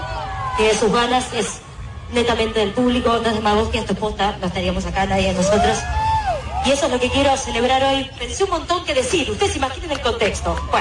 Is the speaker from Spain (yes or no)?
no; Argentina